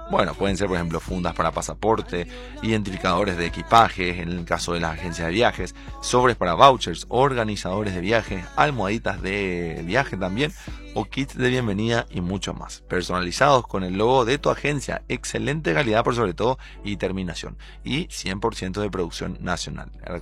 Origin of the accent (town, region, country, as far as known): Paraguay